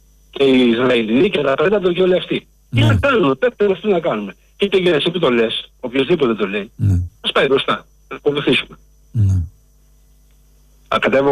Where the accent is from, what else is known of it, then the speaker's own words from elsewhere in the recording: Greece; Πραγματικά δεν τρέπομαι που είμαι Έλληνας.